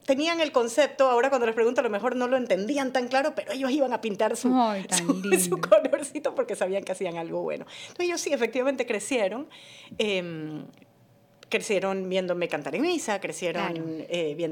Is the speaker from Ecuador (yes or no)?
yes; Ecuador; moved away as an adult; now in Miami, United States; Yo soy ecuatoriana.